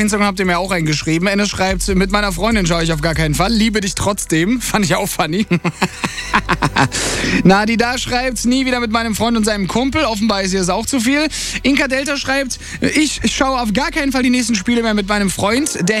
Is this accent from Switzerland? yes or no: no; Italy; Ja, als Italiener hat man momentan keine einfache Zeit, ne? WM ist im Gange, Italien mal wieder nicht dabei.